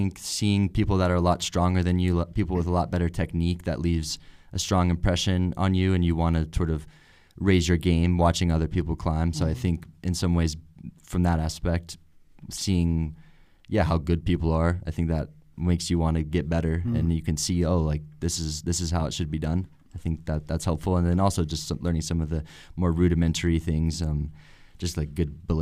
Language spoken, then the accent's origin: English; Texas, United States; moved away; growing up in Texas